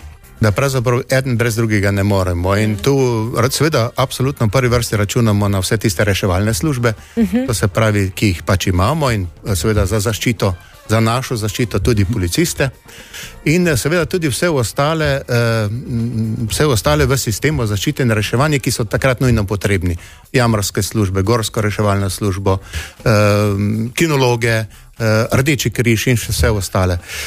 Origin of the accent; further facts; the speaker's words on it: Savinja, Slovenia; midva sva iz Celjskega